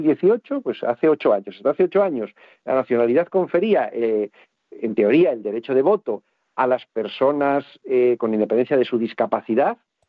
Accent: Spain; Aquí se trata simplemente de que soy español

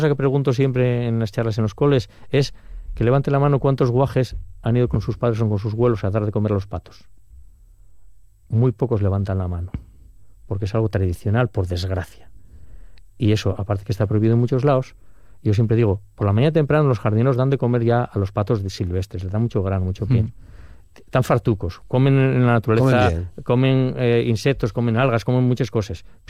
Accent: Avilés, Asturias, Spain; A ver, yo soy de Avilés. Entonces en Avilés tenemos una ría que tiene muchos pájaros.

